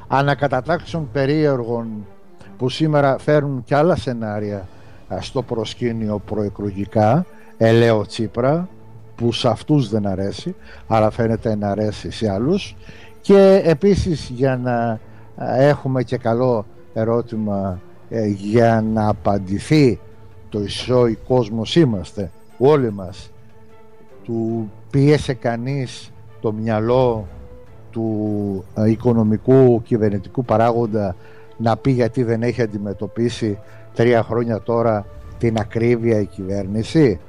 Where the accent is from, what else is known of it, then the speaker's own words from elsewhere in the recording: Patras, Western Greece, Greece; και εδώ στην Πάτρα, στην Αχαΐα